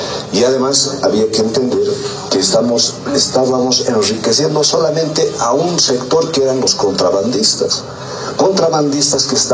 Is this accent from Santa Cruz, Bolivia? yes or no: no; Carabuco, La Paz, Bolivia; llegando a Carabuco, que es el lugar de mi pueblo, de mi comunidad.